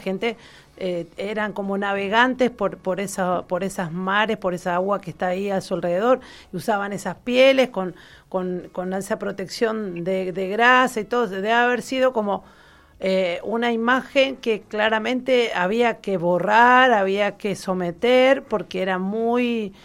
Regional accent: Mendoza, Argentina; born there; also born or lived in Neuquén; yo también soy media inmigrante, pues yo soy neuquina y también me vine desde muy chiquitita acá a Mendoza. Así que yo me siento patagónica y estuvimos hace poco tiempo, un par de años también en Ushuaia

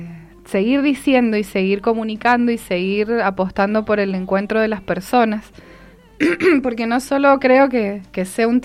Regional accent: San Rafael, Mendoza, Argentina; born there; moved away; yo nací en San Rafael, y no me digan nada con eso de que, ay, que es otra provincia.

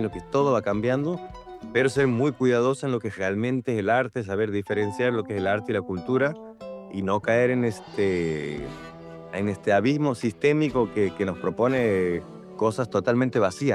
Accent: Santiago del Estero, Argentina; desde el Líbano, la tierra de mis antepasados, y llega a Santiago del Estero, mi tierra

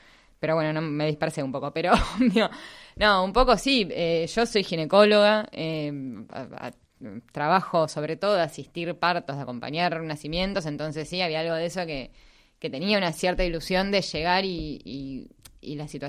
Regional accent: Mar del Plata, Buenos Aires Province, Argentina; born there; yo nací en Mar del Plata, con el mar tengo.

